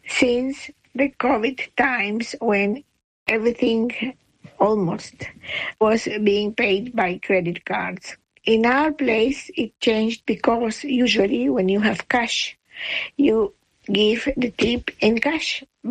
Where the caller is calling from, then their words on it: Tenerife, Canary Islands, Spain; calling from Tenerife, the Canary Islands.